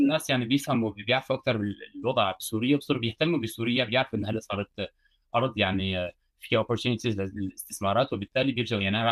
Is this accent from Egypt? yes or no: no; France; انا خلقت بفرنسا والبابا اجى على سوريا على فرنسا من 80 وما عاد رجع على سوريا، بقى نحن اللي خلقانين بفرنسا وكبرنا هون